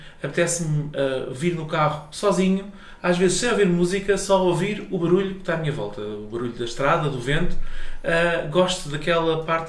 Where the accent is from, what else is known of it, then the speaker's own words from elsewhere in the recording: Seixal, Setúbal, Portugal; Eu sou do Seixal, uma terra de músicos.